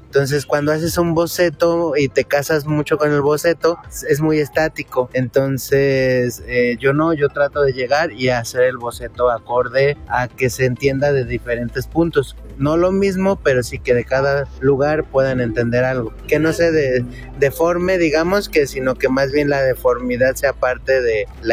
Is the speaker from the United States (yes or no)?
no; Guadalajara, Jalisco, Mexico; now in Puebla, Mexico; vengo de Puebla, soy de Guadalajara, pero ahorita vengo de Puebla.